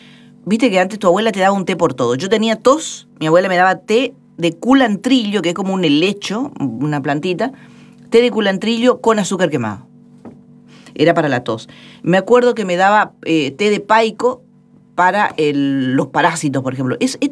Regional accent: Corrientes, Argentina; moved away

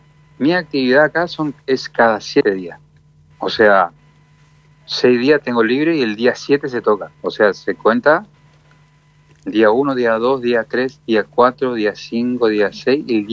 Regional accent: Corrientes, Argentina; moved away as an adult; Sí, así es, de Yataiticay.

